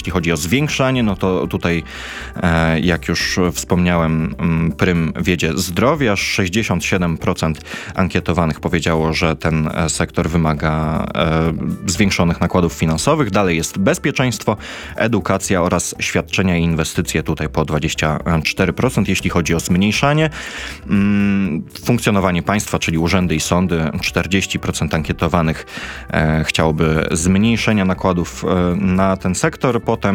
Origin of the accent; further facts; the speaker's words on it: Warsaw, Masovian Voivodeship, Poland; jako warszawiak